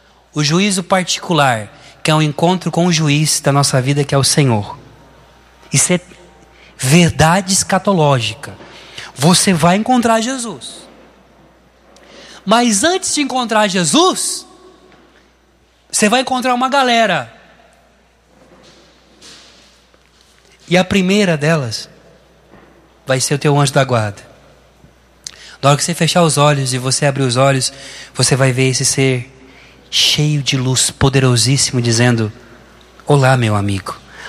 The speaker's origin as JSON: {"language": "Portuguese", "town": "Barretos", "region": "São Paulo", "country": "Brazil", "said": "Eu sou de Barretos, tá? Terra do peão."}